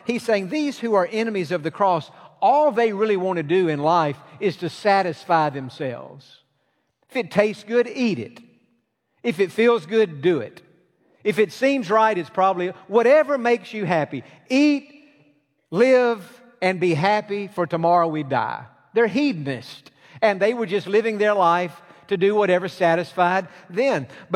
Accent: East Point, Georgia, United States; I was born in Georgia, Atlanta, Georgia. Actually, I was born in East Point, which East Point is to Atlanta what Bel Air is to Houston. It's just right there attached to it. But I'm from Georgia. All of my family is from Georgia.

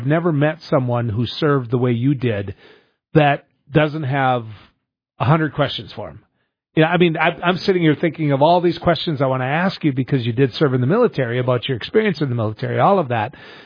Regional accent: Texas, United States; I'm not going to vote because I'm from Texas.

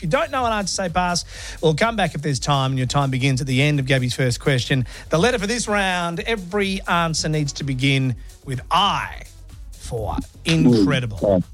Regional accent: Australia

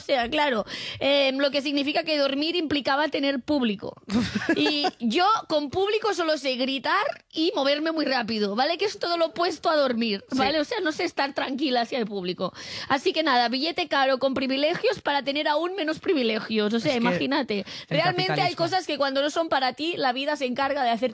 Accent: Catalonia, Spain

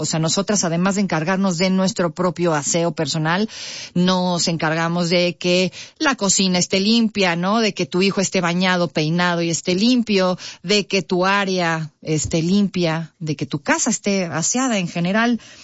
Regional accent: Mexico; qué tan limpios somos los mexicanos

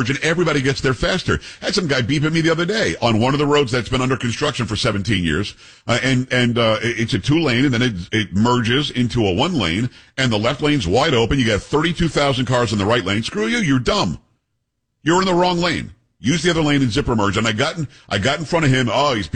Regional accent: Florida, United States; born or raised there; also born or lived in New York; now in Texas, United States

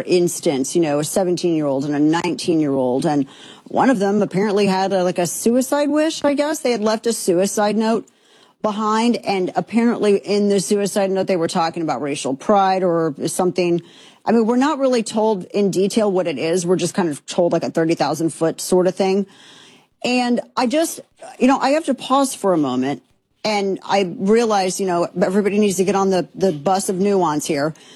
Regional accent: Missouri, United States; come from the Show Me State, my home state of Missouri

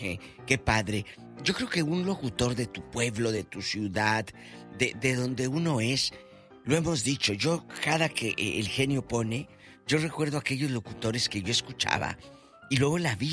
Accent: Matamoros, Tamaulipas, Mexico; Entonces, todos estos íconos de la radio de mi tierra, de la frontera, de Matamoros, fue muy bonito, Alex.

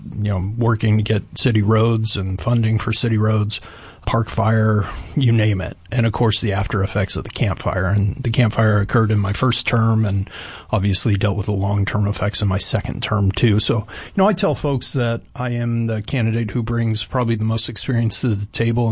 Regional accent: California, United States; So I was born and raised in Yuba County, did a lot of work for many years, actually ran a business throughout Butte, Yuba, and Sutter counties

